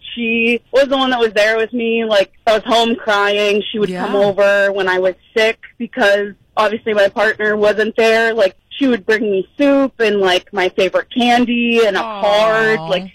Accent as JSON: {"language": "English", "town": "Fall River", "region": "Massachusetts", "country": "United States", "said": "Yep, Fall River. Heading to Providence now, though, so wish me luck."}